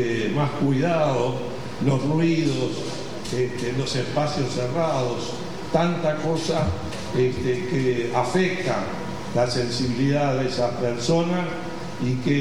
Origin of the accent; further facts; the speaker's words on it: Carmelo, Colonia, Uruguay; ustedes vienen de Carmelo, que a su vez es mi pueblo.